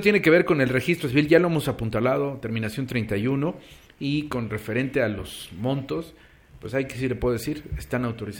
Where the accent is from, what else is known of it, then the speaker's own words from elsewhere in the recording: Ciudad Nezahualcóyotl, State of Mexico, Mexico; Yo les quería decir que soy del Estado de México y en Ciudad Nezahualcóyotl.